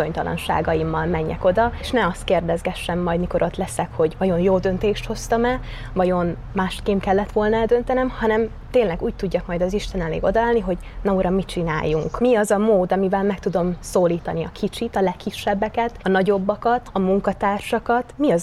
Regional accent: Beregújfalu, Zakarpattia Oblast, Ukraine; moved away as an adult; also born or lived in Sárospatak, Hungary; Beregújfaluból származom, 23 éves vagyok

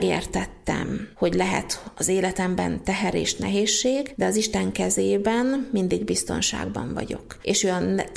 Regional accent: Gyula, Békés, Hungary; nem is olyan messze egyébként Gyulától, ahol én felnőttem

